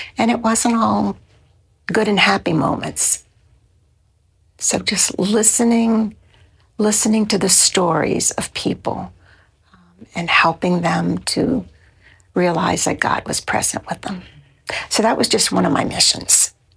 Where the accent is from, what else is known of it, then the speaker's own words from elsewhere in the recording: Harvey, Louisiana, United States; When I grew up in Harvey, right across the river, I did not go to Catholic school.